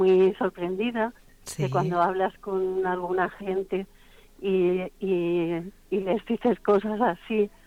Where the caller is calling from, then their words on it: Madrid, Community of Madrid, Spain; Vivo en Madrid.